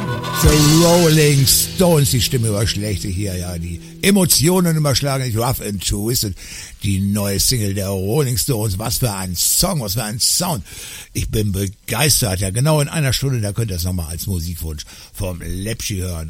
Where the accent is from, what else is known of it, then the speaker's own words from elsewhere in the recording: Quakenbrück, Lower Saxony, Germany; Quakenbrück, meine Heimat. Da kennen sie mich alle, nein, nicht alle, aber sehr, sehr viele.